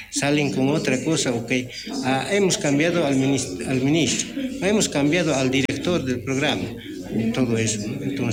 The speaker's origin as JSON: {"language": "Spanish", "region": "Oruro", "country": "Bolivia", "said": "soy del Ayllu San Agustín de Puñaca, soy ex mayco de este mi Ayllu"}